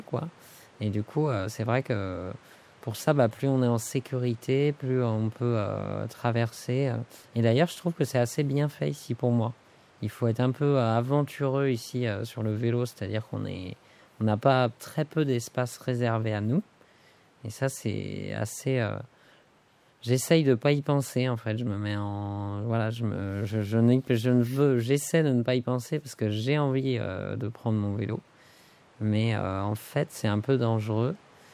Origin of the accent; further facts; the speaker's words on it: Nantes, Pays de la Loire, France; Nantes, je viens de Nantes. J'habitais dans un village, mais je suis né très près d'un marais et de la mer.